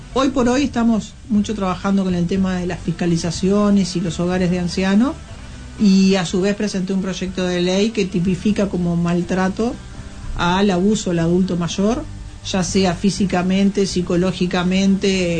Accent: Uruguay

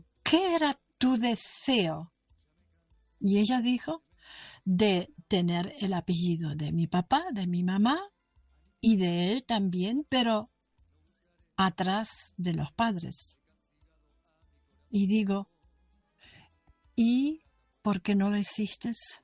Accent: Uruguay; now in Germany; Tú tienes 2 y yo tengo 2 raíces. Entonces tú conoces música, valores, trabajo, tierra, país, tiempo, que hay solamente en Kazajstán y yo solamente en Uruguay. Y para ti era muy nuevo de llegar a Alemania y para mí también

